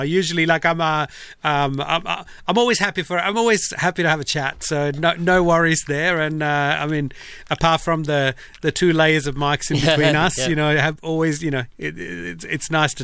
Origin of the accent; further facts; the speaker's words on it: Italy; now in Australia; I came from Italy, then I came to Australia. We can talk more about that later.